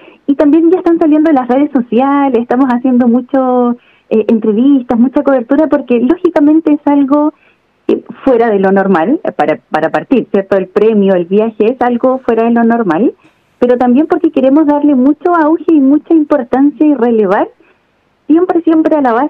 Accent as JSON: {"language": "Spanish", "town": "Rengo", "region": "O'Higgins", "country": "Chile", "said": "Yo soy de Rengo, así que estamos por lo menos compartiendo la región"}